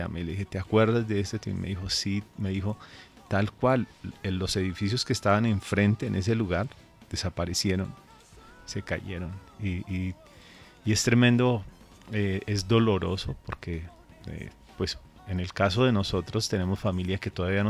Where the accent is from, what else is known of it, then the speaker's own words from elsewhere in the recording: Colombia; also born or lived in Caracas, Venezuela; Tengo familia allá, de hecho soy nacido en Caracas, criado aquí en Colombia desde los 2 años.